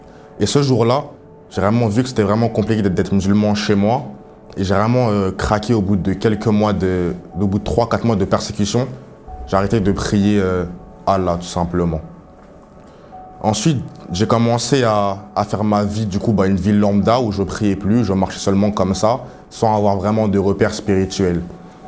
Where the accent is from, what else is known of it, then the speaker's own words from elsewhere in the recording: Paris, Île-de-France, France; J'ai grandi à Paris avec ma mère et pas mon père